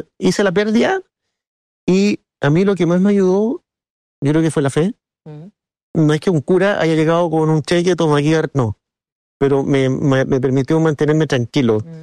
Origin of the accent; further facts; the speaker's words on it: Chile; Después, soy miembro de la Junta, pero primero soy chileno. Así que yo creo que mi país sea lo que todo el mundo espera.